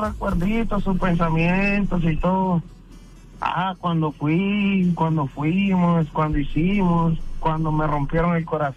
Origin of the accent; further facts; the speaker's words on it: Dominican Republic; No, yo no soy maracucho. No.